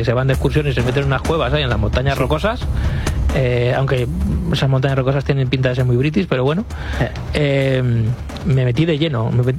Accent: El Pozuelo, Castilla-La Mancha, Spain; en mi pueblo, en el Pozuelo, hay una sima que es muy parecida a la sima que se meten las muchachas en esta película

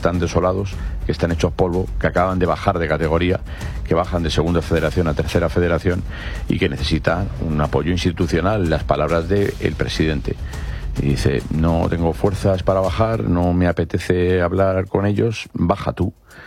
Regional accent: Madrid, Community of Madrid, Spain; Yo soy de Vallecas, soy vallecano y a mucha honra. Desde que nací, me crié y salí del barrio. Ya no vivo allí, pero yo soy del barrio

